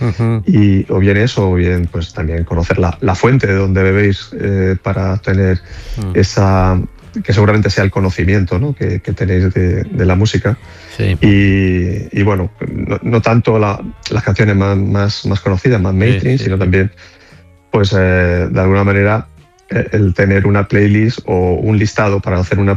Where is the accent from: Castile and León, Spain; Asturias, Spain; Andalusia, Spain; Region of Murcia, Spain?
Andalusia, Spain; Pulpí; moved away as an adult; now in Madrid, Spain; Sí, soy un pulpileño, un madrileño de Pulpí.